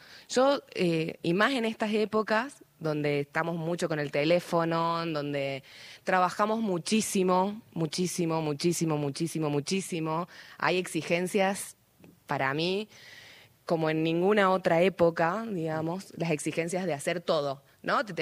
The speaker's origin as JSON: {"language": "Spanish", "region": "Jujuy", "country": "Argentina", "said": "yo también soy jujeña"}